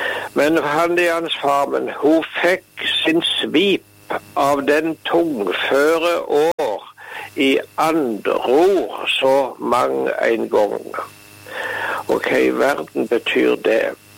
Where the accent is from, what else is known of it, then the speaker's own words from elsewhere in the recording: Rogaland, Norway; Men jeg tenker litt grann tilbake på Jæren der jeg vaks opp.